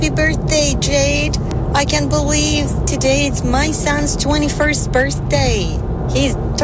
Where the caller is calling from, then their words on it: Delray Beach, Florida, United States; I am from Delray Beach.